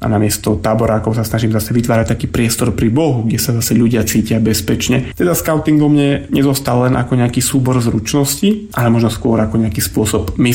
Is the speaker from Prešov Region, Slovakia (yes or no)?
yes; Vyšné Ružbachy, Prešov Region, Slovakia; v našej obci, tam odkiaľ pochádzam, vo Vyšných Ružbachoch